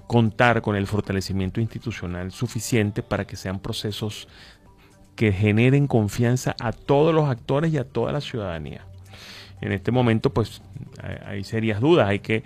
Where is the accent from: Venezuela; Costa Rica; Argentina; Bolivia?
Venezuela; acuerdos que nos unan como venezolanos.